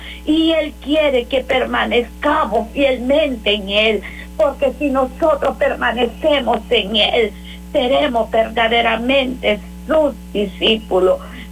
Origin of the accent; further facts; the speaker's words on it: Honduras; moved away; en mi país Honduras